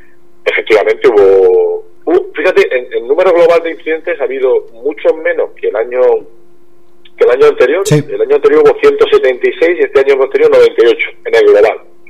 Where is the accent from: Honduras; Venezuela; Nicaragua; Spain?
Spain; Caravaca de la Cruz, Region of Murcia; Me siento muy orgulloso de mi pueblo